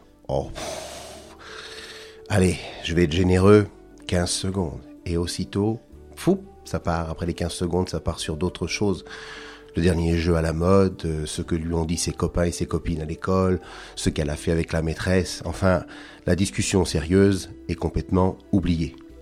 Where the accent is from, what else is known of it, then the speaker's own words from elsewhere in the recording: Normandy, France; je suis normand, mais pourtant méditerranéen dans les gestes.